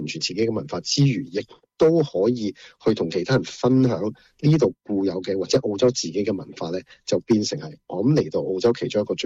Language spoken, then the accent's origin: Cantonese; Hong Kong; now in Australia; 我九十年代初已经在澳洲了。是啊，我很多年了在这里。当初我也都回到香港做事，我十年的时间我回到香港做事了。现在回来也都回来差不多超过十年了。